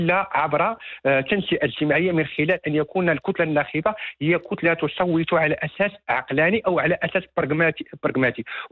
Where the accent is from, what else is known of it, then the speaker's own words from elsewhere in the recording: Morocco; أجمعنا عليه كمغاربة